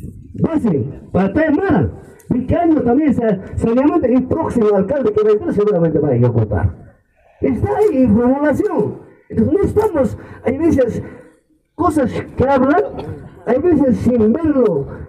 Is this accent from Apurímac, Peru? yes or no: yes; Mara, Apurímac, Peru; mi pueblo de Mara, de mis comunidades.